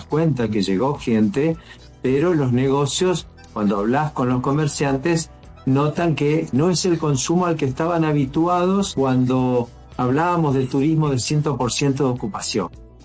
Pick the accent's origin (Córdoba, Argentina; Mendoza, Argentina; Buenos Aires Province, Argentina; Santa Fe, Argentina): Santa Fe, Argentina; de cómo somos los santafesinos.